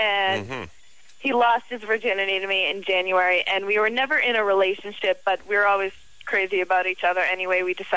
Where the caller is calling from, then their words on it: Boston, Massachusetts, United States; I'm from Boston.